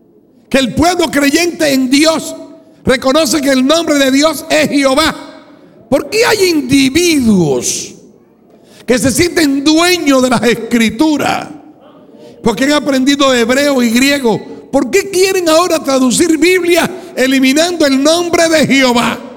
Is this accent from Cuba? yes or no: yes; Cuba; Yo estuve preso 3 años por causa de predicar el Evangelio en mi país, en Cuba.